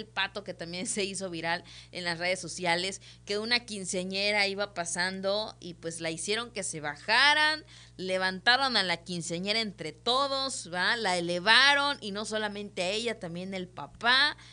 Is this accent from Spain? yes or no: no; Mexico